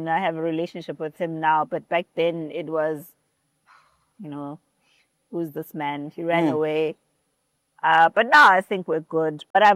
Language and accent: English; Durban, KwaZulu-Natal, South Africa; also born or lived in Eshowe, KwaZulu-Natal / KwaMashu; I'm a young lady, grew up in Durban. Well, I was born in KZN, Ishowe, which is like a homestead.